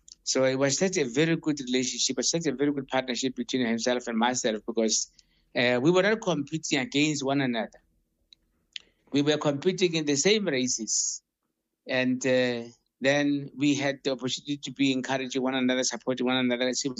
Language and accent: English; South Africa; moved away as an adult; knowing that this is the guy that we come from South Africa together